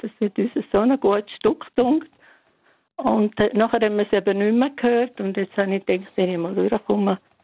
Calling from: Graubünden, Switzerland; Ich bin ja Bündnerin

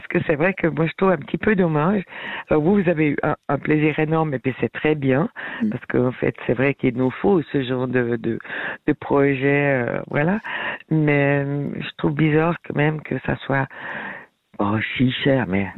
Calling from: Vaud, Switzerland; Oh, j'habite dans le canton de Vaud

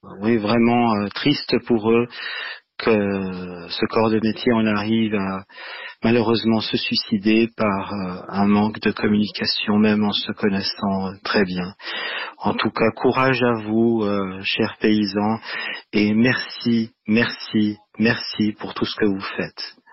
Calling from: Gland, Vaud, Switzerland; je vous appelle de Gland.

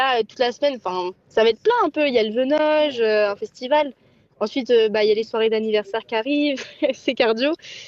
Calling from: Épendes, Vaud, Switzerland; moi j'habite à Épande

